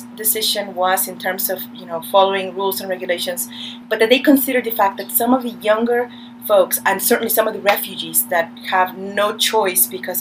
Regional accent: Pittsburgh, Pennsylvania, United States; my parents decided to move to the United States. So that brought us to Pittsburgh, My siblings and I grew up basically here in Pittsburgh.

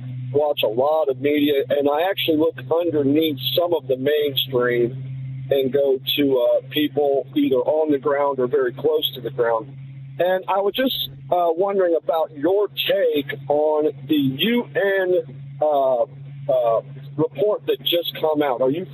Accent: Dayton, Ohio, United States; I'm a busman from Dayton, Ohio.

